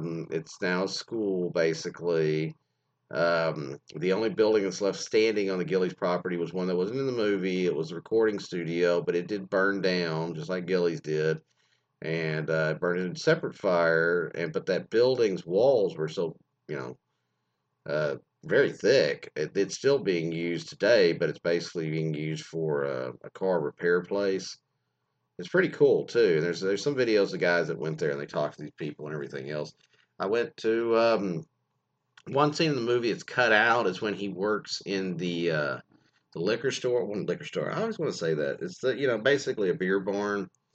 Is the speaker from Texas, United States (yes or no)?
yes; Texas, United States; I can say that because I'm from Texas, so here we know about the rodeo-yoing.